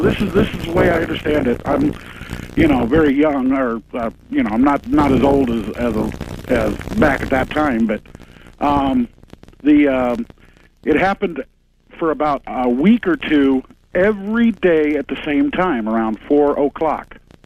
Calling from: Chico, California, United States; Yes, I'm calling from Chico, California.

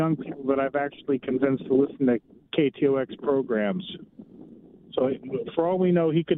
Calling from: Longview, Washington, United States; I'm from Longview, Washington.

